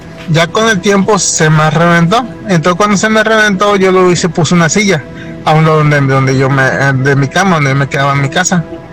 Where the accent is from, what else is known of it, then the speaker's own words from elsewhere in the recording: Santa Marta, Magdalena, Colombia; el chiste es que yo soy de Santa Marta, mi tamita, como les digo. Yo soy guadalupano.